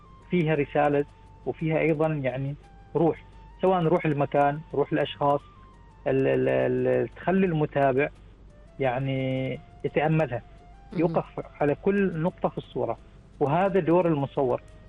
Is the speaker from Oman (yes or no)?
yes; Oman; لازلنا إحنا كعمانيين محافظين عليها